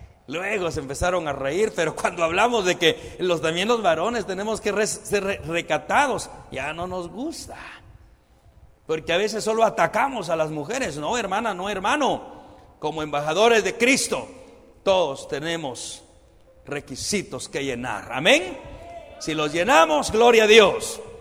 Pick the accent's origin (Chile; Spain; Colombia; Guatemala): Guatemala; nuestro lindo país de Guatemala